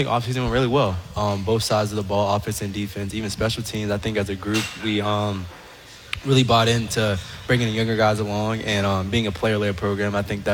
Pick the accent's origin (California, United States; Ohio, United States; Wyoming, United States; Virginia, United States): Virginia, United States; Alexandria; moved away; I am from Northern Virginia, Alexandria.